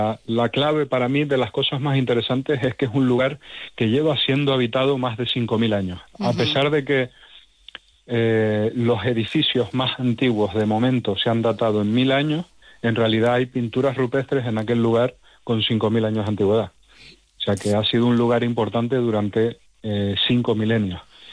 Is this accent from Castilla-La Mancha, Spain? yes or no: no; Canary Islands, Spain; now in Tenerife, Spain; Bueno, soy canario, o sea, que subimos y bajamos todos los días a las montañas. Las islas son muy, muy escarpadas y yo vivo en Tenerife